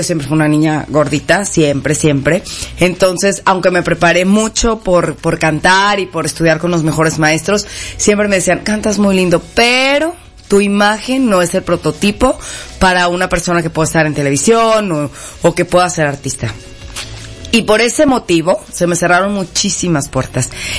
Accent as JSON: {"language": "Spanish", "region": "Jalisco", "country": "Mexico", "said": "yo soy de aquí, de Jalisco."}